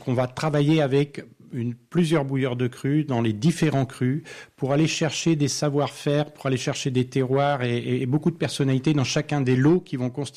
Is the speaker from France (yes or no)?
yes; Nouvelle-Aquitaine, France; je suis un enfant du pays, effectivement. Ma famille est dans les sols des Charentes depuis bien des siècles